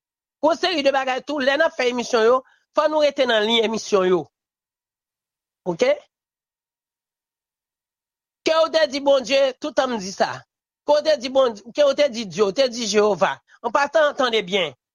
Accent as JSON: {"language": "French", "country": "Haiti"}